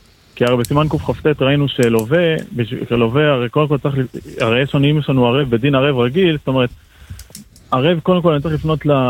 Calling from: Tel Aviv, Tel Aviv District, Israel; אני מתל אביב.

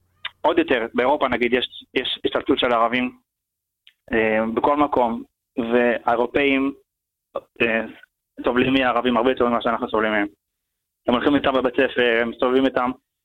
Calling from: Ashdod, Southern District, Israel

